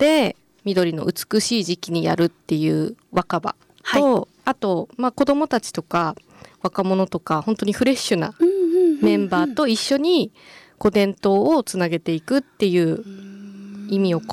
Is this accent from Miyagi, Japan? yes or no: yes; Sendai, Miyagi, Japan; moved away as an adult; now in Ogatsu, Ishinomaki, Japan; 仙台出身で、